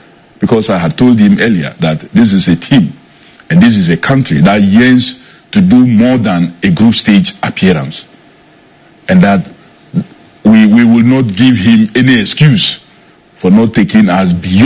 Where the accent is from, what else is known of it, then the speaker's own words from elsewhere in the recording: Ghana; I am a Ghanaian and also a minister. As a Ghanaian who loves sports, I have to speak my mind also.